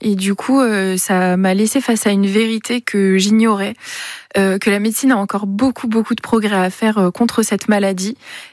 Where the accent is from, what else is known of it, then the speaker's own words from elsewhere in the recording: Mayenne, Pays de la Loire, France; born there; Oui, je suis née en Mayenne et j'habite aujourd'hui toujours en Mayenne.